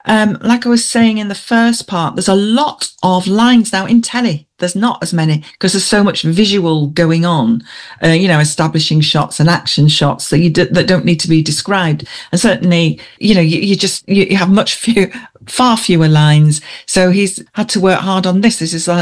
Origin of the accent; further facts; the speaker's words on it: Yorkshire and the Humber, United Kingdom; I'm from Yorkshire originally, and I've lived this side of the Pennines for a very long time now.